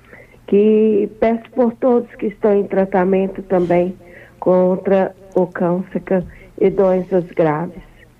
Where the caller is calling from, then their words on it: Carmo do Cajuru, Minas Gerais, Brazil; Eu falo de Carmo do Cajuru.